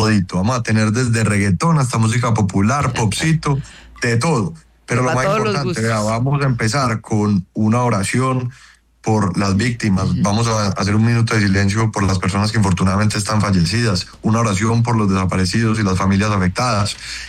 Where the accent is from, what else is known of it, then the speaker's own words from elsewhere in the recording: Antioquia, Colombia; nosotros como antioqueños y todos como colombianos